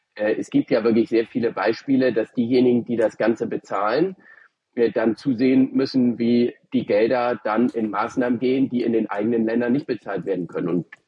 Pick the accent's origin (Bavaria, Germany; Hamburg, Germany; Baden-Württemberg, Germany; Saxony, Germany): Hamburg, Germany; Da blutet mir manchmal das Herz als Hamburger, dass viele Hamburg gar nicht so kennen.